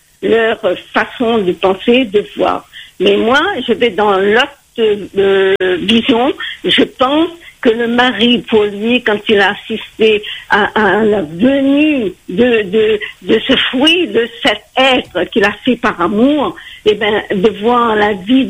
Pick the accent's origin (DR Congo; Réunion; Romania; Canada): Réunion; Saint-Paul; à Saint-Paul, moi j'habite Saint-Paul, mais moi je suis née dans les Hauts-de-Saint-Paul, je suis née à 5 heures.